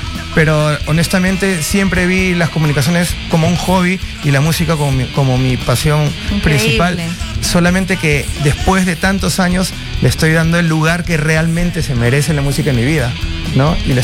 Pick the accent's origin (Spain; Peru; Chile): Spain; Bustarviejo, Community of Madrid; moved away; No, wow, sé si llegue esto a alguien de Bustarviejo, pero a mi pueblo querido de Bustarviejo, muchos, muchos saludos.